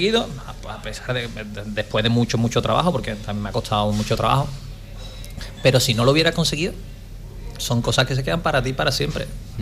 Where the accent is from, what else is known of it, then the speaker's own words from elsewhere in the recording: Cádiz, Andalusia, Spain; Y le dije que soy de Cádiz.